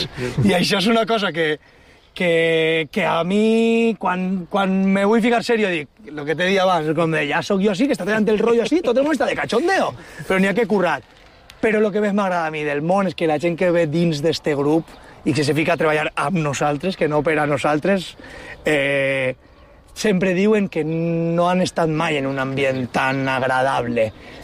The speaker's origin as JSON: {"language": "Catalan", "region": "Valencian Community", "country": "Spain", "said": "com podem deixar de costat la cosa tan personal que tenim nostra com a valencians?"}